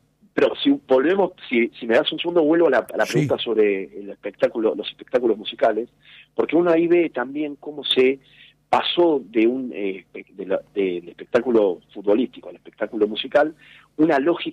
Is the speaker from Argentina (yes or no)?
yes; Argentina